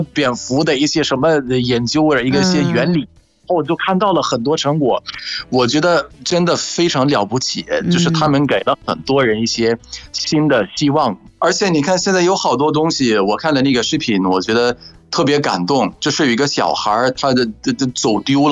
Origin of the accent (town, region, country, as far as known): Egypt; Chinese is a second language